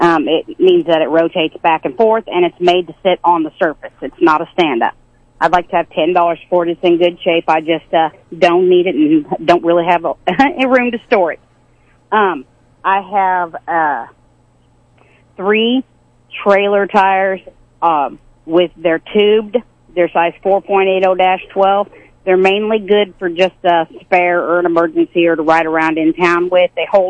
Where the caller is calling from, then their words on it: Marshall, Missouri, United States; Hi, I'm calling from Marshall